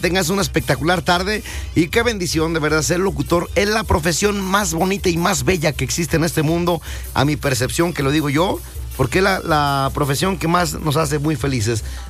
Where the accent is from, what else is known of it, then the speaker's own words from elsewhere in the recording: Mexico; Es un orgullo decir que somos de México.